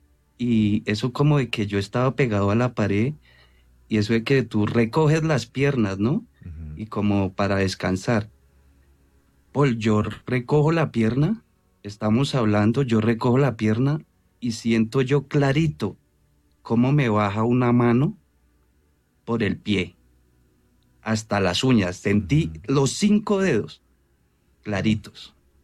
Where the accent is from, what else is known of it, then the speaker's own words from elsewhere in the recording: Barbosa, Santander, Colombia; en un guamo que llamamos en Santander, yo soy santandereano de Barbosa